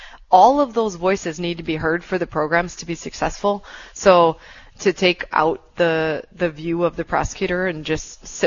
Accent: Moorhead, Minnesota, United States; Sure. So I'm born and raised in Moorhead. I'm a Spud. I'm a Dragon. I was in the Minnesota Army National Guard here in Moorhead

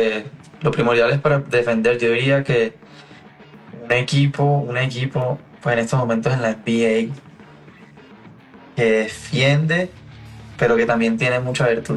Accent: Barranquilla, Atlántico, Colombia; born there; Barranquilla. Barranquilla.

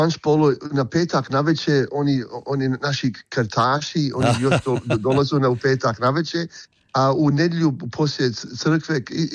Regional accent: Croatia; šta imamo tu da kao Hrvati, ponosni Hrvata, šta možemo njima pokazati ko smo i šta smo.

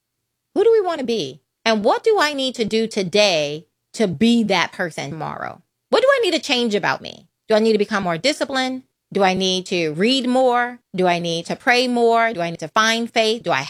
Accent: United States; I'm being very American and heavy-tongued

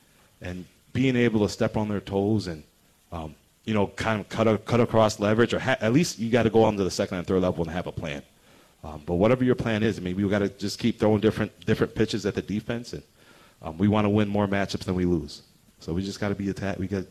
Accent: Illinois, United States; moved away as an adult; also born or lived in Wyoming / Wisconsin; now in Fargo, United States; my home state, Illinois.

